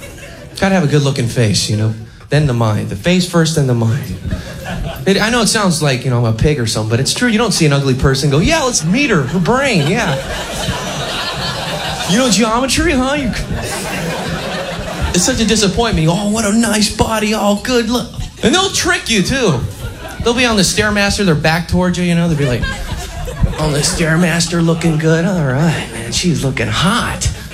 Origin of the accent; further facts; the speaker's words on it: Tucson, Arizona, United States; See, I'm from Tucson. There's nothing there.